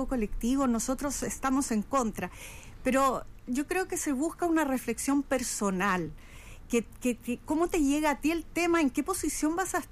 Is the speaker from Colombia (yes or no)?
no; Chile; yo soy chilena.